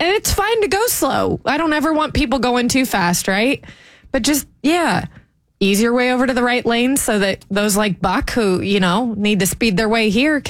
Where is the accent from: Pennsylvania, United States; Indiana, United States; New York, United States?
Indiana, United States; now in Atlanta, United States; growing up in Indiana